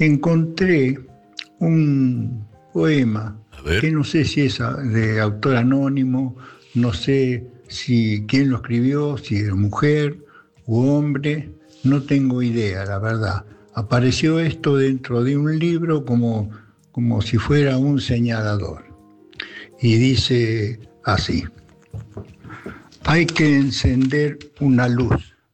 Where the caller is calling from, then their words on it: Mar del Plata, Buenos Aires Province, Argentina; de Mar del Plata, te mando un abrazo grande y buenas madrugadas.